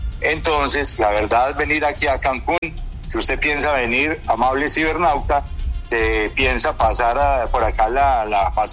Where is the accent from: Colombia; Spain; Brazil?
Colombia; como colombiano lo digo